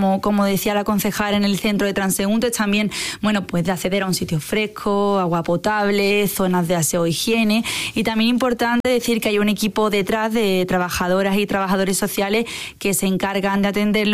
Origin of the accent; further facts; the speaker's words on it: Seville, Andalusia, Spain; now in Jaén, Spain; yo soy sevillana